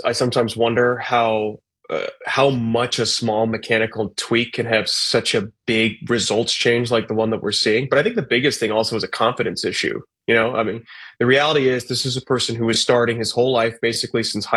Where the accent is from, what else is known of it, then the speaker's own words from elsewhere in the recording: Massachusetts, United States; accent: Boston; For the thousands of listeners, they don't want to hear my crappy Boston accent.